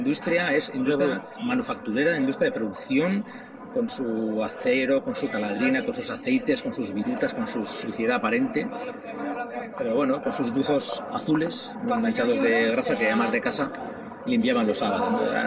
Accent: Basque Country, Spain; Yo vengo de Berges, que es un pueblo más pequeño, menos ruidoso, pero en efecto, pero al final tiene su óxido, tío, pero es un óxido amable, tío

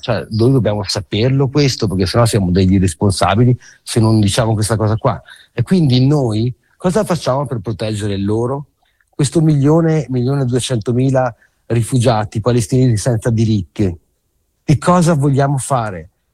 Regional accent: Lebanon; noi siamo di Libano, non stiamo a parlare mai

